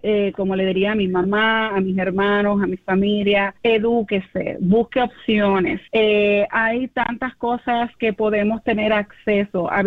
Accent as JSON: {"language": "Spanish", "country": "Puerto Rico", "tie": "born or raised there", "said": "Yo, siendo puertorriqueña, nacida y criada, crecimos con mucho arroz, habichuela, mucha cosa que no es muy saludable"}